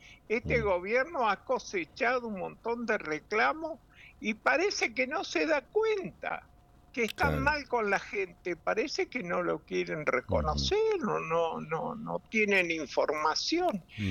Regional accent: Argentina; born there; yo soy nacido en este pueblo.

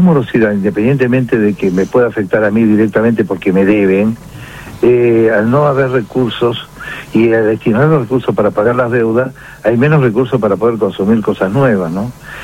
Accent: Rosario, Santa Fe, Argentina; soy de Rosario

